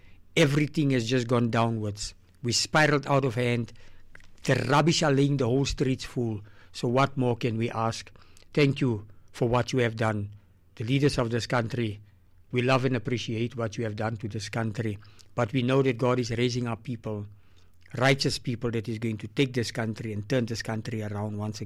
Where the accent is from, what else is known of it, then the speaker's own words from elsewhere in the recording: South Africa; When I grew up in the South Africa